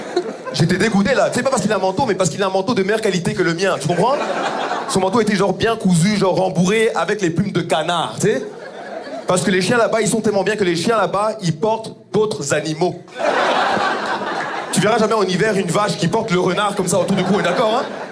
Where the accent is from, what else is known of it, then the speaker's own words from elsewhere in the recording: Rwanda; Je suis rwandais.